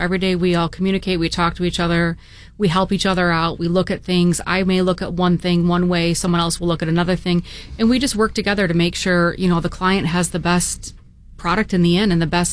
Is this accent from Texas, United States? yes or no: no; Michigan, United States; moved away; originally I'm from the Midwest, grew up in Michigan. I've been in New England for about 20 years now